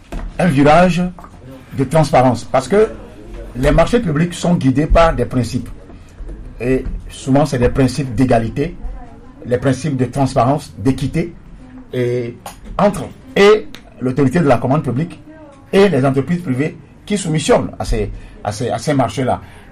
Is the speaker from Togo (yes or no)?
yes; Togo; parce qu'on aime cultiver plus la médiocrité chez nous au Togo que ce qui est l'excellence.